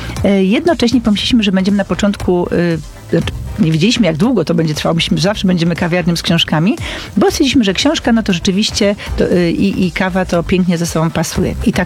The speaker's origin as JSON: {"language": "Polish", "town": "Gorzów Wielkopolski", "region": "Lubusz Voivodeship", "country": "Poland", "tie": "born or raised there", "said": "bo pochodzę z Gorzowa Wielkopolskiego i wychowałam się w wieżowcu, mieszkałam na 6 piętrze, ale już do przedszkola chodziłam do willi takiej po niemieckiej w Gorzowie"}